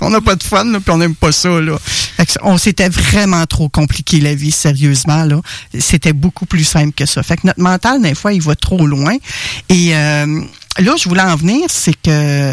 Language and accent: French; Quebec, Canada; parce que peut-être qu'en tant que Québécois, on n'agit pas tout à fait de la même façon